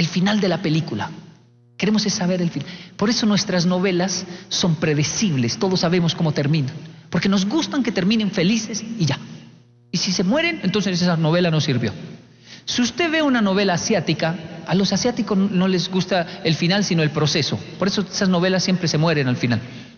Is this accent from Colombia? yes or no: yes; Colombia; also born or lived in Japan; Y de ahí que yo odiaba las historias de los japoneses, porque soy colombiano